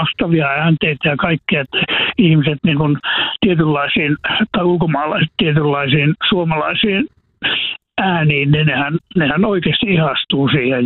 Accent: Kuusamo, North Ostrobothnia, Finland; Meillä Kuusamossa päin sanottaisiin, että spektakleista.

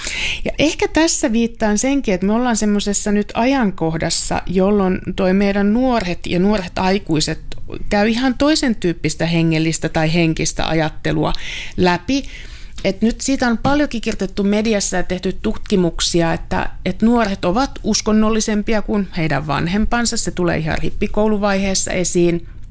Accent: North Ostrobothnia, Finland

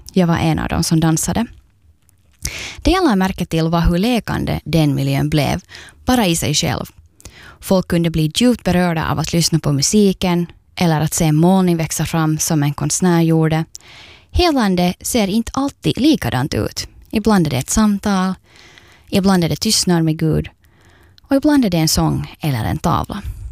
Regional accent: Ekenäs, Uusimaa, Finland; och jag är från Ekenäs och du lyssnar på Andrum.

